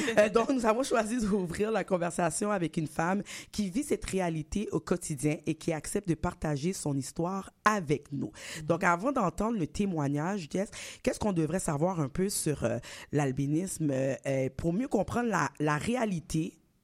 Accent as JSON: {"language": "French", "town": "Montreal", "region": "Quebec", "country": "Canada", "tie": "born or raised there", "said": "Nous, on a grandi à Rivière."}